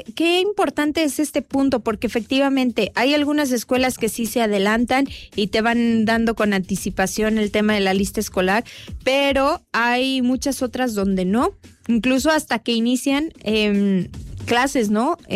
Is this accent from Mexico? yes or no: yes; Mexico